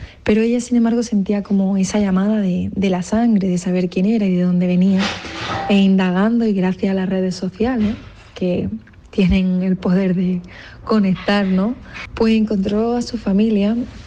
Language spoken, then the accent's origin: Spanish; Roquetas de Mar, Andalusia, Spain; Soy de Roquetas de Mar y es el pueblo con más nacionalidades de España. 114 nacionalidades de las 193 que componen el mundo.